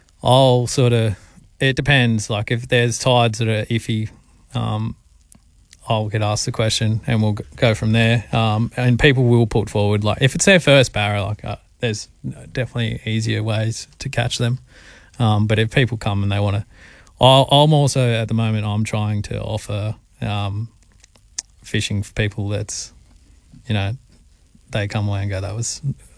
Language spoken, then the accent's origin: English; Canberra, Australian Capital Territory, Australia; now in Darwin, Australia; No, I'm from Canberra originally. So I've been up here since I started guiding, so it's nearly 5 years.